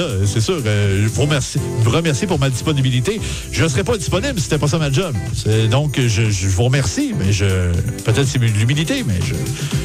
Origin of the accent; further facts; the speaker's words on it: Quebec, Canada; On l'a chez nous au Québec.